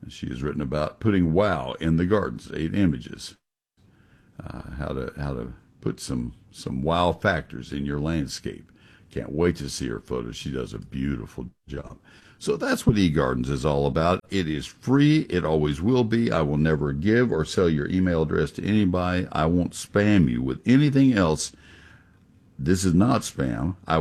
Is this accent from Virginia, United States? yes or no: no; College Station, Texas, United States; When I grew up in College Station, we took the Houston Post, and I read Maydell Flagg's garden section.